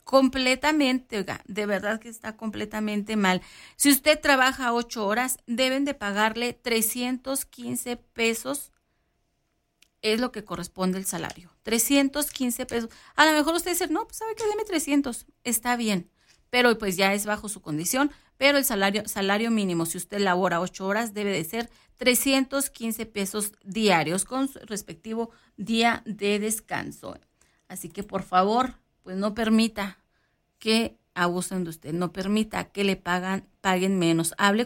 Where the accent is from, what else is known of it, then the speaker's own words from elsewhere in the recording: Guachochi, Chihuahua, Mexico; porque incluso yo también me fui muchísimos años de aquí de Huachochi, duré, si no me equivoco, 19, 20 años en la ciudad de Chihuahua, pues sí, también a buscarle, me fui desde que estaba muy jovencita, desde los 18 años